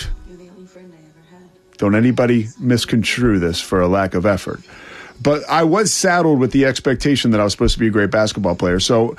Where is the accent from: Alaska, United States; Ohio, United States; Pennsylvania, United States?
Pennsylvania, United States; Villanova; When I was a kid, I grew up right around Villanova University, and my mom worked at the school